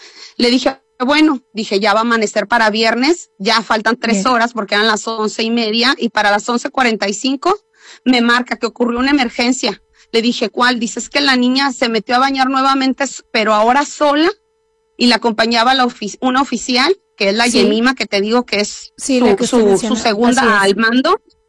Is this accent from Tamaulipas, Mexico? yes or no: yes; Ciudad Mante, Tamaulipas, Mexico; yo no soy de Madero, yo soy de Mante